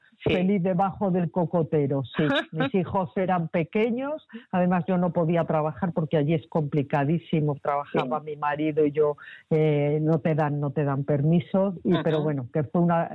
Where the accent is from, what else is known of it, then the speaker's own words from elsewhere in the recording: Zamora, Castile and León, Spain; born there; also born or lived in Bahamas; Yo siempre digo que soy gallega de corazón, zamorana de nacimiento, que he vivido en sitios pues tan exóticos como las Bahamas y hoy día pues vivo con un pie en Galicia y el otro en Madrid.